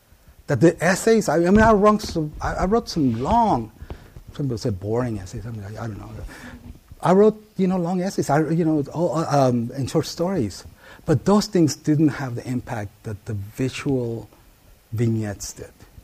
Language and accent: English; Oakland, California, United States; English is a second language; I grew up in East Oakland, 82nd Avenue, which is located right in the heart of East Oakland, Chernobyl, right there, right? And so my dad worked in that area, and I went to school in that area.